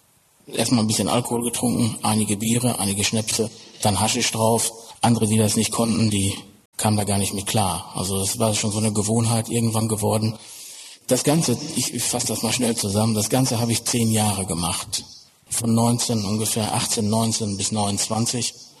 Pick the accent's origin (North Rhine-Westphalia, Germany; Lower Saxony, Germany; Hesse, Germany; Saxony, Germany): North Rhine-Westphalia, Germany; Ich bin aufgewachsen im Ruhrgebiet als Sohn eines Bergmanns und hatte auch eigentlich ein gutes Elternhaus, also nicht ein schlechtes Elternhaus.